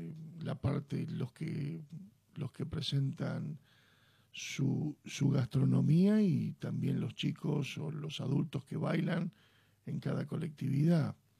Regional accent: Argentina; Y Uruguay y Argentina hablamos el mismo castellano. Pero nuestro castellano tiene que ver con un acento, y es el acento italiano.

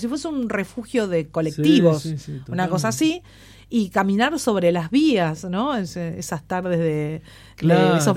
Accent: Capitán Bermúdez, Santa Fe, Argentina; yo me crié en Capitán Bermúdez, está al lado de Rosario. Eso es como si fuese un barrio de Rosario

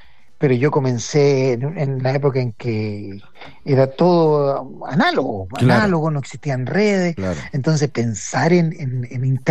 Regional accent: Chile; como chileno me van a tener mala, entonces dijo, voy a decir que soy mendocino.

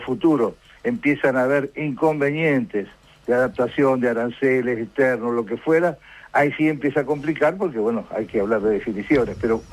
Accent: Rosario, Santa Fe, Argentina; yo soy de Rosario, provincia de Rosario, provincia de Santa Fe, que es una provincia multiproductiva

